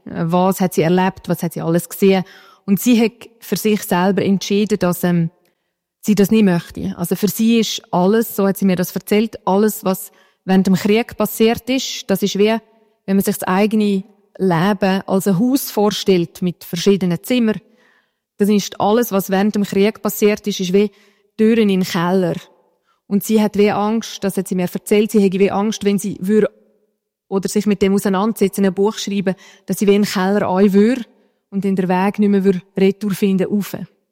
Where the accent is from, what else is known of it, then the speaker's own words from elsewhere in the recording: Sargans, St. Gallen, Switzerland; moved away as an adult; ich bin in Sargasso aufgewachsen, ich habe Heimatort Mels, oder?